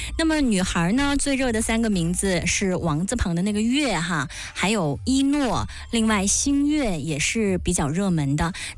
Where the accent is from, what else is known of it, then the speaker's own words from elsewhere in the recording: China; 我们中国人